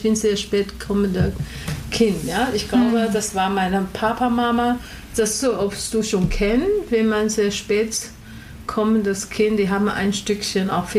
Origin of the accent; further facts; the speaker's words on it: China; first language Chinese; German is a second language; Chinesisch ist meine Muttersprache und geht dazu noch 2-3 Dialekten aus China, Gegner. Und ich kannte das schon Kantonesisch verstehen sogar.